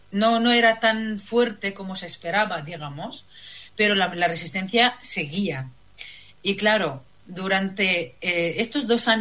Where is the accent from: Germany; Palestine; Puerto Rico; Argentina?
Palestine; Beit Sahour, West Bank; moved away as an adult; now in Spain; yo soy de un pueblo que se llama Beit Zahur, al este de Belén, en Cisjordania, y por suerte mi familia sigue por ahí. Así que yo he vivido toda mi infancia y mi juventud en Palestina. Luego salí para estudios, o sea, estoy en España terminando ahora el doctorado.